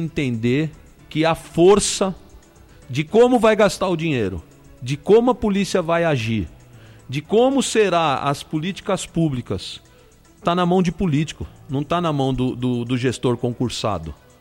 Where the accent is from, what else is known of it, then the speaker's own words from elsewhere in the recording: Americana, São Paulo, Brazil; Eu nem nasci, fui criado em Americana